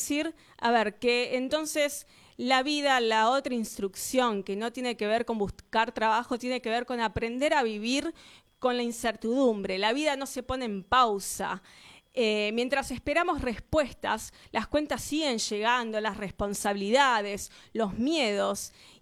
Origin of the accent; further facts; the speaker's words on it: Buenos Aires Province, Argentina; lo que tenemos los de Zona Oeste o el Gran Buenos Aires es que no solo tenemos 2 horas de viaje